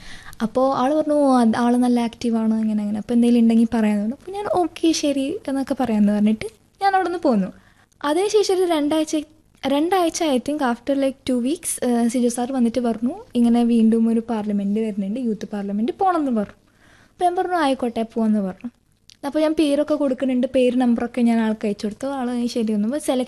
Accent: Kerala, India; ഞാൻ പറഞ്ഞു ഞാൻ മലയാളിയാണ്, കണ്ടാൽ തോന്നത്തില്ല എനിക്ക് ഹിന്ദി അറിയാം.

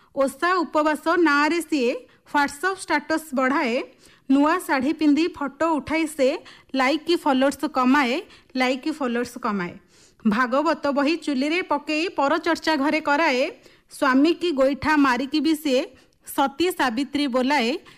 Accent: Odisha, India; born there; ଆଉ ଯେହେତୁ ଆମର ସେ ସୌଭାଗ୍ୟ କି ଆମେ ଓଡ଼ିଶାରେ ଜନ୍ମ ନେଇଛେ, ଉତ୍କଳରେ ଜନ୍ମ ନେଇଛେ

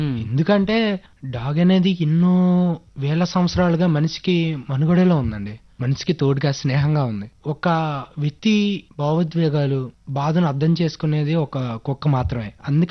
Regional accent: Srikakulam, Andhra Pradesh, India; శ్రీకాకుళం ఏం సింగపురం అనే గ్రామం మాది.

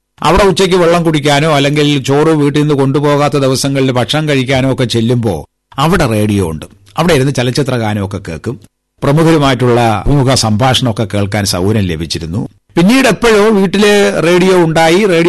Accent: Anavoor, Kerala, India; കാരണം ഞാൻ ജനിച്ചു വളർന്നത് ഒരു ഗ്രാമത്തിലാണ്. നെയ്യാറ്റിൻകര താലൂക്കിലെ ആനാവൂർ വില്ലേജിൽപ്പെട്ട ഒരു പ്രദേശത്താണ് ഞാൻ ജനിച്ചതും വളർന്നതും.

